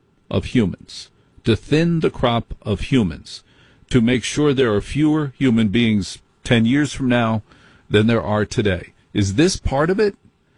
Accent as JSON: {"language": "English", "region": "New Jersey", "country": "United States", "tie": "born or raised there", "said": "I grew up in Jersey. How do we communicate in Jersey?"}